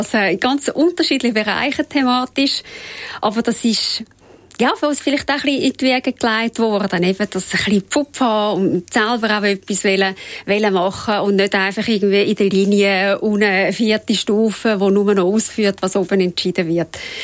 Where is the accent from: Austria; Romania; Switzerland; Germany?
Switzerland; ich bin in Rätischen aufgewachsen